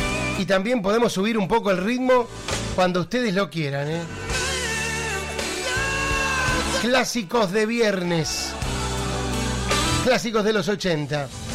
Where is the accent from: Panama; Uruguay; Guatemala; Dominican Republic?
Uruguay; Soy uruguayo de Uruguay. En este momento estamos en Punta del Este